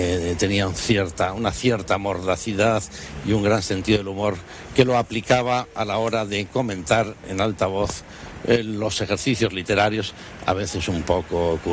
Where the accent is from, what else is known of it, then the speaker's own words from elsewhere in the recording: Bilbao, Basque Country, Spain; moved away; also born or lived in Salamanca; yo nací en Bilbao. Me siento muy bilbaíno, amo a mi ciudad, modelo de ciudad liberal en la historia.